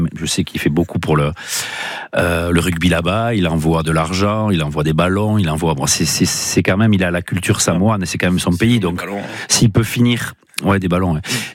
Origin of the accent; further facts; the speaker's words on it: France; chez nous en France.